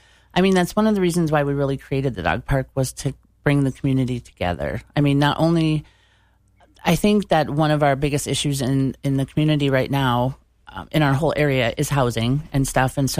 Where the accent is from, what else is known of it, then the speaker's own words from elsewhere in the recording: Maple Grove, Minnesota, United States; now in Bovey, United States; I grew up in Maple Grove, right? So, but at that time it wasn't a big city. It was small town feel, and it was all cornfields